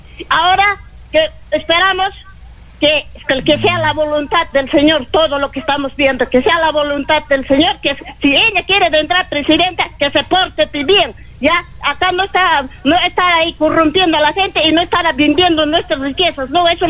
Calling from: Peru; estamos tal como estamos peruanos

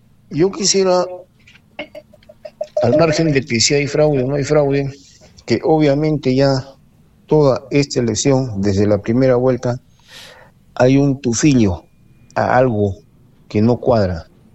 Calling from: Peru

